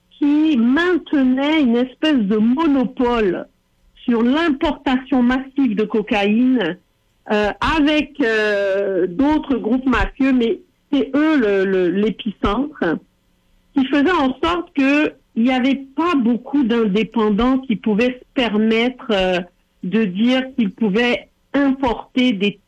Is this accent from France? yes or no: no; Montreal, Quebec, Canada; la façon de faire chez nous à Montréal.